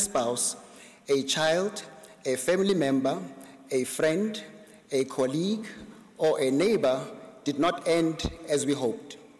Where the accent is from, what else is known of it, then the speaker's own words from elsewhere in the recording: South Africa; In my home country of South Africa